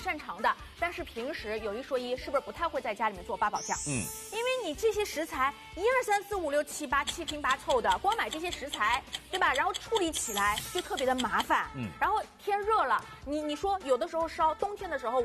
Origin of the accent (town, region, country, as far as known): Shanghai, China